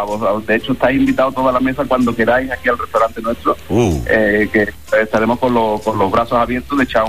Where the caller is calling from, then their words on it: Matalascaña, Andalusia, Spain; Yo soy de Lapino, de Matalascaña.